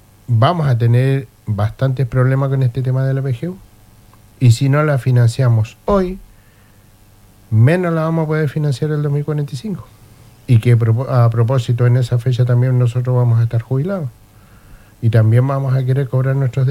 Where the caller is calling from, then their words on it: Chile; nosotros hemos trabajado toda la vida en Chile, somos chilenos